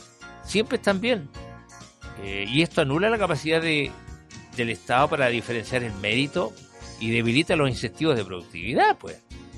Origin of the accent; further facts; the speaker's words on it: Chañaral, Atacama, Chile; born there; now in Vallenar, Chile; nací en Chañaral, estuve harto tiempo en Chañaral y después me vine a vivir a Vallenar con la familia completa. Mi padre fue trasladado por la CMP para acá